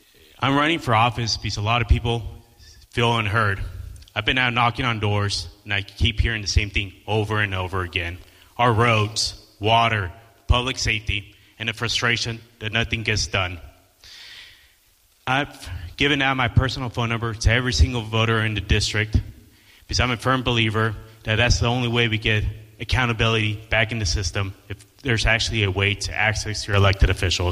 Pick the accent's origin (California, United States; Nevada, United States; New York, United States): California, United States; Stratford; moved away; It's good to be back here in Stratford. This is my hometown. In 2008, I graduated from here